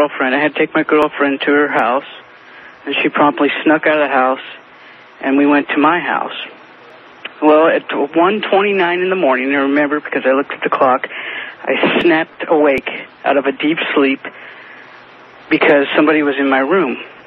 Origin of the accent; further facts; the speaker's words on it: Nevada City, California, United States; now in Auburn, United States; I grew up in a small town close by here, Nevada City, a little old mining town.